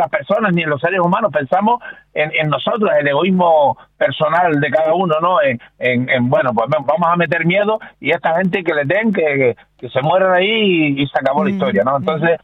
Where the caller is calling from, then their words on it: Canary Islands, Spain; los canarios siempre hemos sido solidarios y hemos sido humanitarios